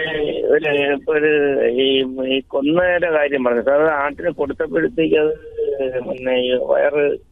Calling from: Kadakkal, Kerala, India; ഞാൻ കൊല്ലം ജില്ലയിൽ കടയ്ക്കൽ നിന്നാണ് വിളിക്കുന്നത്.

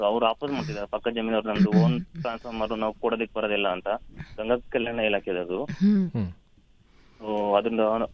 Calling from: Karnataka, India; Taluk ಮಣಿಪುರದಿಂದ.

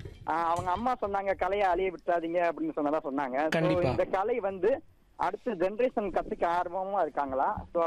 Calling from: Madurai, Tamil Nadu, India

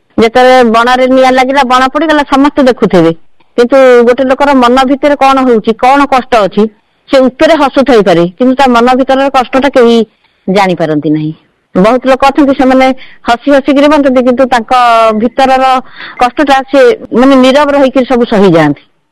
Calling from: Jagatsinghpur, Odisha, India; ମୁଁ ଜଗତସିଂହପୁରରୁ

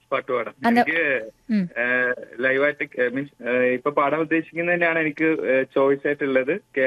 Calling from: Paravur, Kerala, India; ഞാൻ പറവൂരുന്നു.

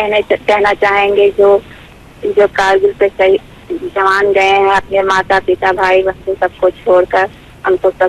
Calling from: Uttar Pradesh, India; नौरानी, हमारे गांव का नाम है नौरानी रामपुर।

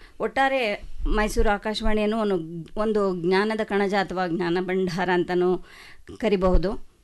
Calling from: Hassan, Karnataka, India; ಹಾಸನದಿಂದ.

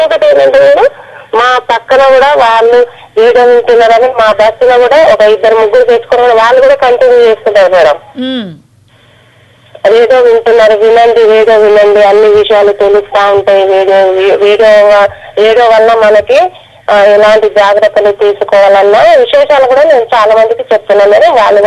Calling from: Kothagudem, Telangana, India; నేను కొత్తగూడెం బర్మకార్ నుంచి మాట్లాడుతున్నాను మేడం.

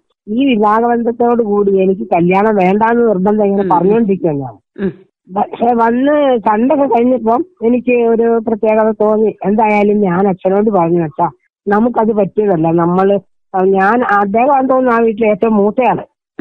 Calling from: Kerala, India; Vellad. Vellad, Karivanchal Vellad.

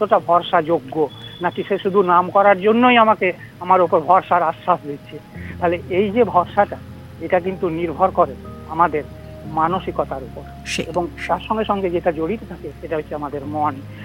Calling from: Dubrajpur, West Bengal, India; আমি পশ্চিমবঙ্গের বীরভূম জেলার দুবরাজপুর থেকে

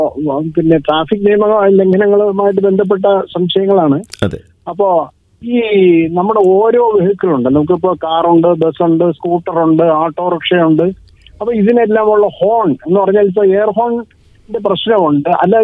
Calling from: Thiruvananthapuram, Kerala, India; ഞാൻ വട്ടിയൂർക്കാവ്

